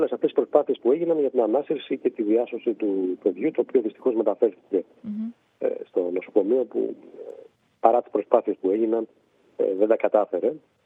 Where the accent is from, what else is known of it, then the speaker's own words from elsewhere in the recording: Greece; ως κράτος, ως Έλληνες